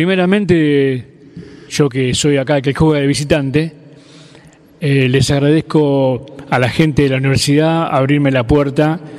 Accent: Buenos Aires, Argentina; yo soy del barrio de Villa Crespo.

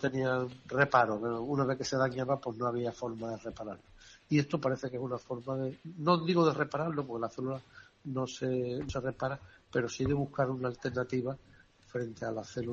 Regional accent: Spain; no somos los españoles más tontos que ellos

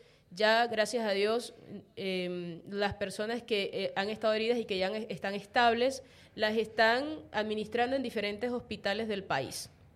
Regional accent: Venezuela; now in Argentina

